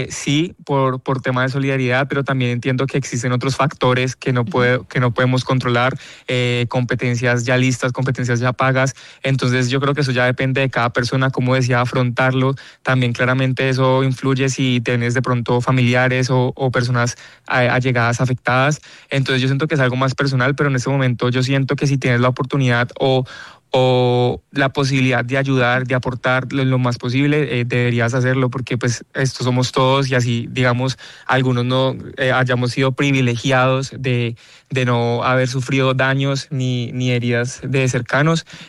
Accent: Cali, Valle del Cauca, Colombia; Estoy muy orgulloso de mi pueblo caleño, que estamos tratando de sacar nuestra ciudad adelante.

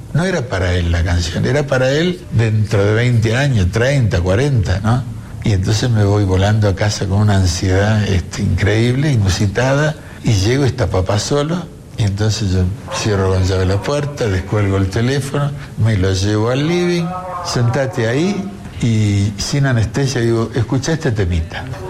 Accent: Argentina; moved away; also born or lived in Italy; Soy orgullosamente colombiano, italiano, malcriado en la Argentina, y colombiano por adopción.

